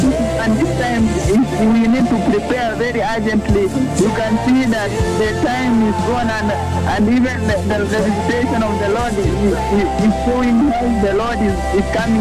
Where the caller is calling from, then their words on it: Egerton, Nakuru County, Kenya; calling from Egerton.